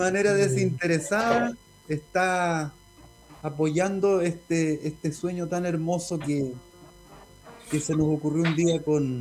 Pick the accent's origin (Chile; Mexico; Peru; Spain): Chile; Loncoche, Araucanía; born there